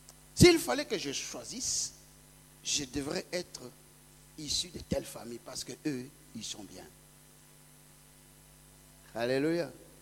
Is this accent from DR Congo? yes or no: yes; DR Congo; moi, je suis de la RDC. Mais quand je cite mon village, on va chercher dans la carte, on n'en trouvera pas. Mais je suis fier d'être né là-bas, de grandir dans cette poussière